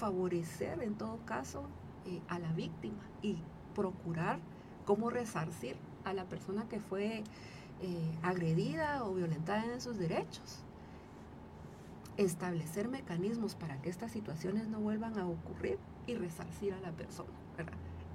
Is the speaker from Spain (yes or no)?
no; Guatemala; nosotras como guatemaltecas no vamos y votamos como si íbamos a hacer ya el otro año